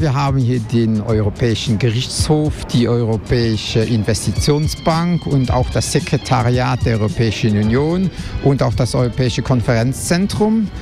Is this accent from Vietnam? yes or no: no; Luxembourg; Also als Luxemburger ist man regelmäßig im europäischen Ausland, sei das jetzt in Deutschland, Frankreich oder Belgien.